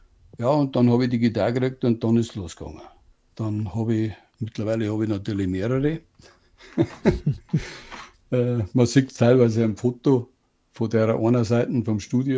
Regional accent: Bavaria, Germany; accent: Bavarian; first language Bavarian; in meiner Muttersprache bayerisch besser.

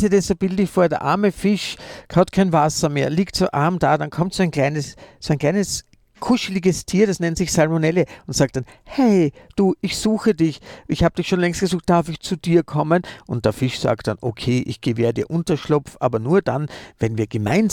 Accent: Austria; ich als Österreicher

